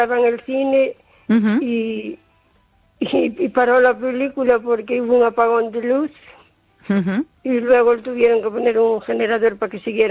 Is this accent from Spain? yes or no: yes; O Carballiño, Galicia, Spain